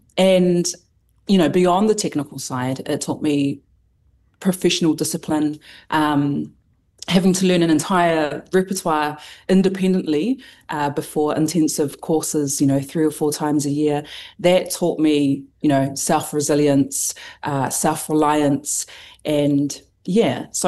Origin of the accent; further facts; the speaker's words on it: Palmerston North, Manawatū-Whanganui, New Zealand; So, you know, I grew up in Palmerston North End. I attended the Christian Church of Samoa, was basically born into it. And so singing hymns, traditional Samoan songs, that was the norm growing up as far back as I can remember.